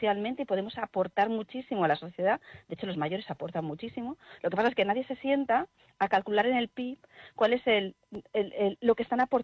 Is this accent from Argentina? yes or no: no; Spain; Nosotros somos españoles, júbilo, jubilarse es júbilo, alegría.